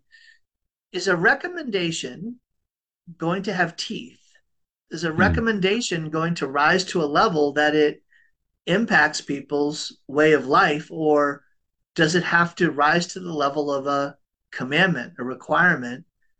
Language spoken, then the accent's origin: English; Boston, Massachusetts, United States; yeah, I grew up in Boston, and I think they're called, I don't know if you have this phrase out here, blue laws.